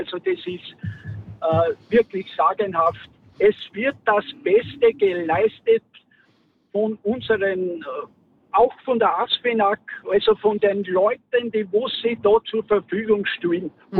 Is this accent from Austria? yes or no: yes; Upper Austria, Austria; Ich bin aus Oberösterreich, nachdem ich sehr reger Verkehrsteilnehmer bin, auch in dieser Region.